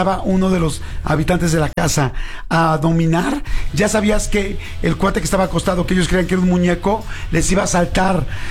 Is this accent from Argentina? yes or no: no; Mexico; yo estoy muy feliz y agradecido como mexicano